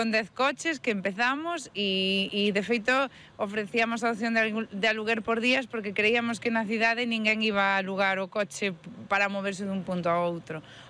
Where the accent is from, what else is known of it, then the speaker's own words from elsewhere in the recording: Ourense, Galicia, Spain; Bueno, nacemos en Ourense porque somos de Ourense